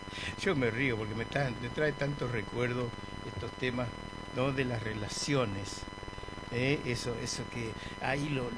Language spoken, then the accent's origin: Spanish; Presidencia de la Plaza, Chaco, Argentina; moved away; Presidencia de la Plaza, mi pueblo